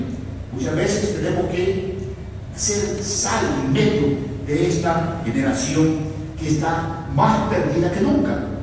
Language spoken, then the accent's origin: Spanish; El Salvador; moved away; No solamente aquí los que vivimos en este país, sino que usted que vive ahí en mi país.